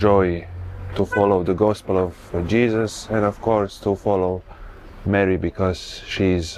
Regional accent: Croatia; From Croatia.

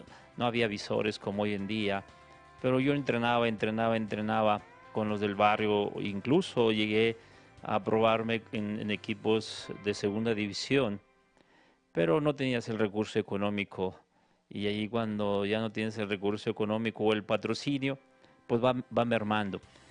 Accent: Guadalupe, Zacatecas, Mexico; yo iba mucho con la comunidad franciscana, allí en Guadalupe, soy de Guadalupe, Zacatecas, y todos los domingos teníamos la misa de 9 de niños.

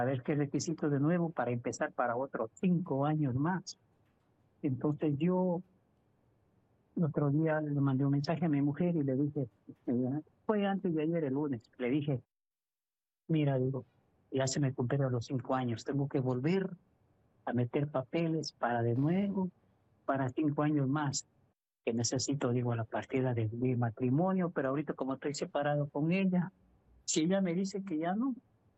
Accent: Ecuador; moved away as an adult; Porque yo no soy de aquí, yo soy de Ecuador.

